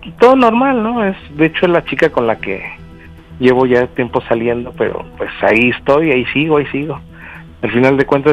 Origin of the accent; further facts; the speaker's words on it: Mexico City, Mexico; Soy de la Ciudad de México y tengo 39 años.